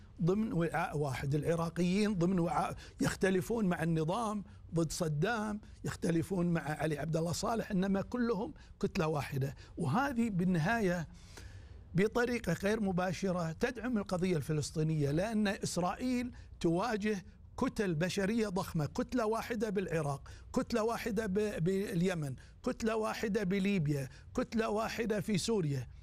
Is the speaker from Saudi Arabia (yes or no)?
no; Kuwait; عندنا بالكويت